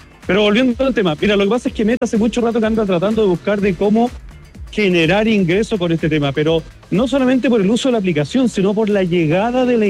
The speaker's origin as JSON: {"language": "Spanish", "country": "Chile", "said": "uno de los más importantes acá en Chile, un evento donde se define la conectividad del futuro en nuestro país."}